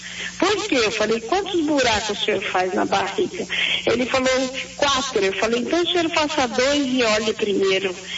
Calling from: Curitiba, Paraná, Brazil; do bairro Portão.

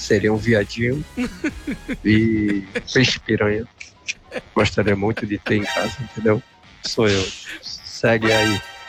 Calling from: São Gonçalo, Rio de Janeiro, Brazil; sou daqui de São Gonçalo.

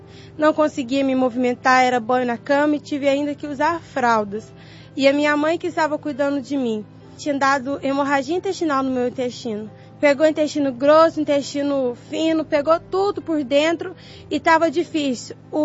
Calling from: Lavras, Minas Gerais, Brazil; Sou da cidade de Lavras, de Minas Gerais.

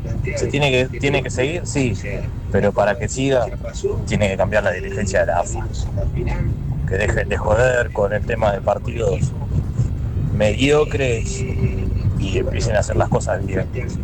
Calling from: Buenos Aires, Argentina; de Versalles, hincha de River.

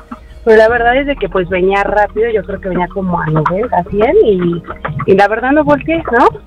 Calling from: Mexico City, Mexico; De la Ciudad de México, de la colonia Álamos.

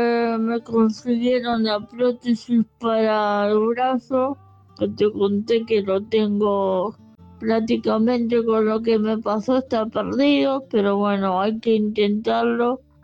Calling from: Munro, Buenos Aires Province, Argentina; de Mundro

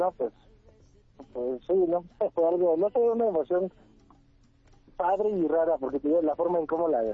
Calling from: Chalco, State of Mexico, Mexico; Aquí en Chalco.

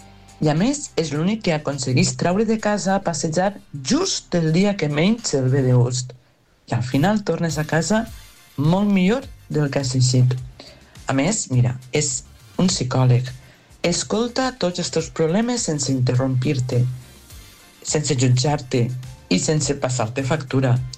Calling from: Pego, Valencian Community, Spain; Jo també sóc de Pego.

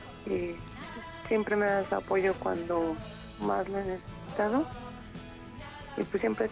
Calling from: Tecámac, State of Mexico, Mexico; De Tecamac.

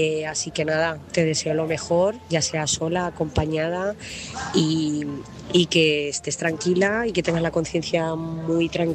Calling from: Talavera de la Reina, Castilla-La Mancha, Spain; corresponsal de Talavera de la Reina.

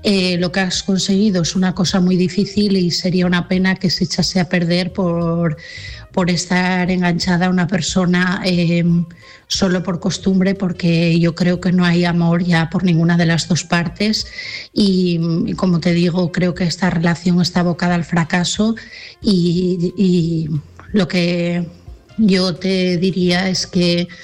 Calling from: Asturias, Spain; de Asturias

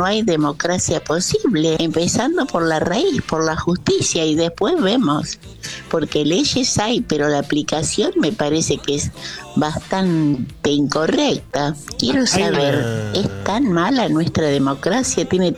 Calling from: Palomar, Buenos Aires Province, Argentina; de Palomar

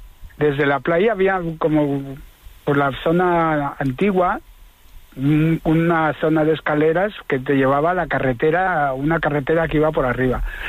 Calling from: Madrid, Community of Madrid, Spain; Desde Madrid.

